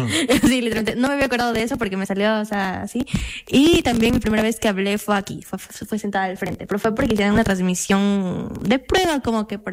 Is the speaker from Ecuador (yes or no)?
yes; Loja, Ecuador; Julia es de Quito. Ya. Yo soy de Loja.